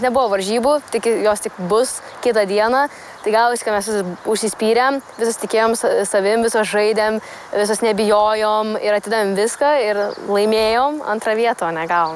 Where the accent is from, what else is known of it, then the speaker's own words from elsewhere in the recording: England, United Kingdom; now in Sweden; Užaugau jau Anglijoje, tai užaugau tenais